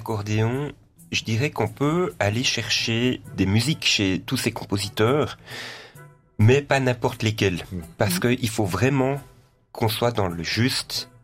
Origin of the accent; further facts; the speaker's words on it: Jura, Switzerland; En cette période, moutarde de Bénichon, mais en tant que jurassien, j'ai mis un moment à l'apprivoiser.